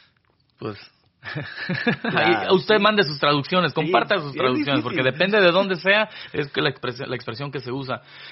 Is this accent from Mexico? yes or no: yes; Veracruz, Mexico; porque soy jarocho, caramba.